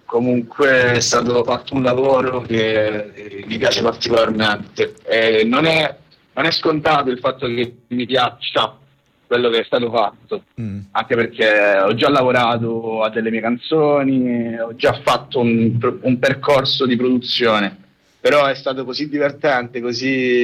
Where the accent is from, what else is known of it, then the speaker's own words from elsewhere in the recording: Calabria, Italy; moved away as an adult; now in Rome, Italy; Io sono calabrese.